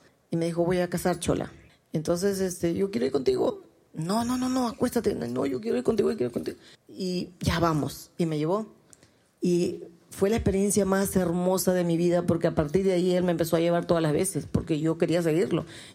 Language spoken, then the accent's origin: Spanish; Puerto Maldonado, Madre de Dios, Peru; Llegué al hotel y me puse a componer … ¿no? Puerto Maldonado, te extraño, mi tierra.